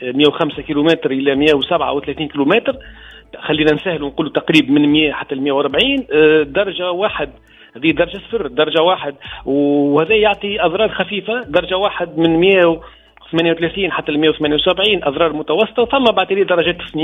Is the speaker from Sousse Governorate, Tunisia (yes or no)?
no; Menzel Farsi, Monastir Governorate, Tunisia; كنت شاهد أيام أستاذ هدى في عام 2009 في شهر سبتمبر وصورته حتى بالهاتف متاعي 2009 في من منزل فارسي مدينتي في اتجاه عمارة الحجاج